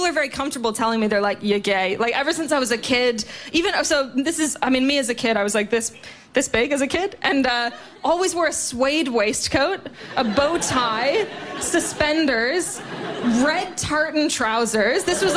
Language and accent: English; Canada; moved away; I'm from Canada.